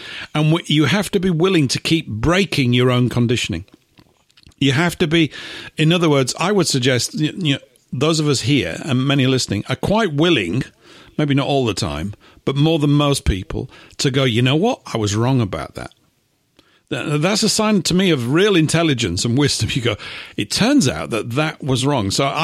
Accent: England, United Kingdom; as an English type

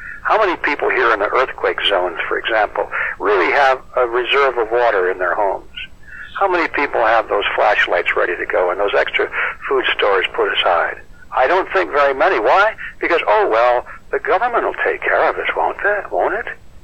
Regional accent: Michigan, United States; I was raised in Michigan.

